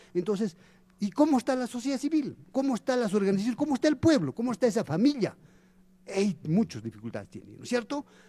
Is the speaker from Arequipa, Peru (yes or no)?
no; Tambobamba, Apurímac, Peru; born there; moved away as an adult